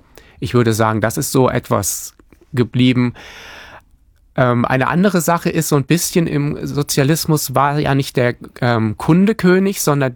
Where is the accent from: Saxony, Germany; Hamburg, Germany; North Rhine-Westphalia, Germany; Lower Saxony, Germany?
Hamburg, Germany; ich bin ja selber Hamburger